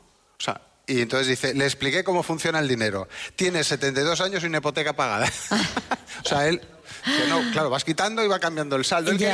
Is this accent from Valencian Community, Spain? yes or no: no; A Coruña, Galicia, Spain; Como soy de Coruña, pues es como muy emocionante.